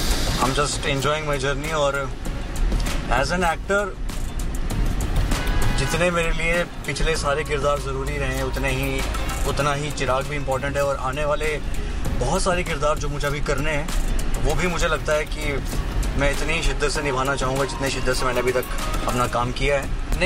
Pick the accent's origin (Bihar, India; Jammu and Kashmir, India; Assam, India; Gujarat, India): Jammu and Kashmir, India; moved away as an adult; now in Mumbai, India; So basically मैं जम्मू कश्मीर से हूँ और मैं मुंबई 5 साल पहले आया हूँ।